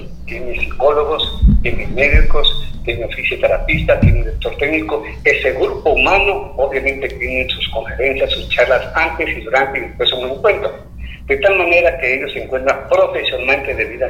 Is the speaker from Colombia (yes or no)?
no; Ecuador; Como ecuatoriano, quiero y les deseo de todo corazón que el equipo nuestro salga por la parte.